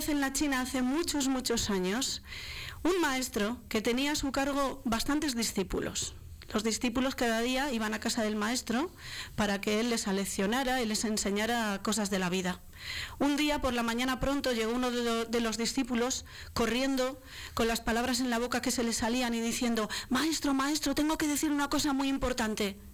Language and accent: Spanish; Bilbao, Basque Country, Spain; now in Larrabetzu, Spain; Pues mira, soy de Bilbao, pero llevo ya 14 años viviendo en un pueblo que se llama Larrabetxu.